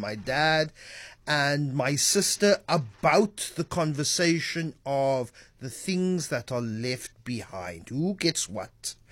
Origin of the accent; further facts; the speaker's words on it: South Africa; because we're South African